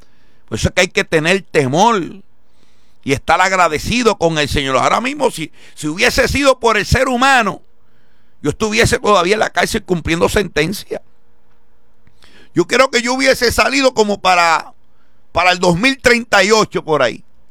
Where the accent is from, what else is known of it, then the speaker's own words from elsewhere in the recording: Puerto Rico; mi país, Puerto Rico.